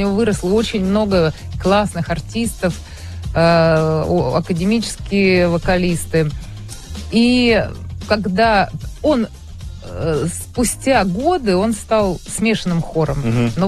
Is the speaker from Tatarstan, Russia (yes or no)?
no; Rybinsk, Yaroslavl Oblast, Russia; я росла в Рыбинске, и моя семья была очень такая... вписанная в культуру этого города.